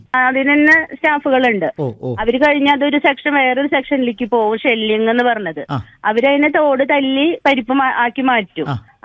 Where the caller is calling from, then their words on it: Irinjalakuda, Kerala, India; എന്റെ വീട് ഇവിടെ തന്നെ പുല്ലൂര് തന്നെയാ.